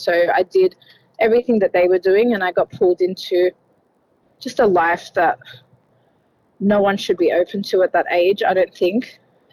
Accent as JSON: {"language": "English", "area": "Illawarra", "region": "New South Wales", "country": "Australia", "tie": "born or raised there", "said": "I've got two brothers and four sisters. We grew up down south in the Illawarra. We were a happy family. Everything was, like a normal Lebanese family."}